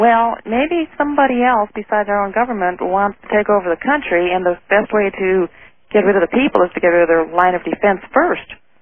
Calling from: Illinois, United States; I'm calling from Illinois

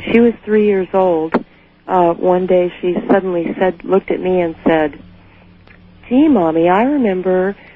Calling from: Rochester, Washington, United States; I'm calling from Rochester, Washington.

